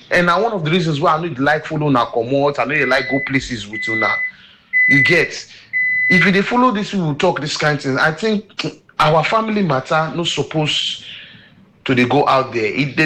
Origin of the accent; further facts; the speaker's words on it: Nigeria; as a Nigerian man